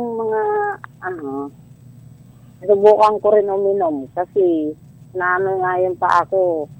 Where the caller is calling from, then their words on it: Tarlac, Central Luzon, Philippines; Dito po sa Tarlac.